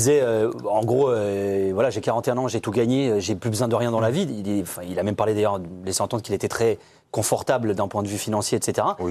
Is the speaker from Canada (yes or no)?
no; France; Moi, je suis français